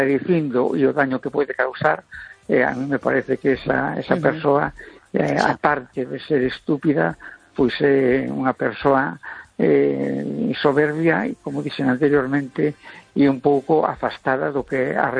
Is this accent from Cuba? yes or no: no; A Coruña, Galicia, Spain